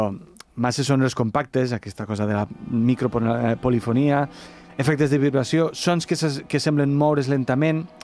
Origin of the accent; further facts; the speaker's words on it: Lleida, Catalonia, Spain; Jo més que un núvol diria que és una certa boira, ja que sóc de Lleida.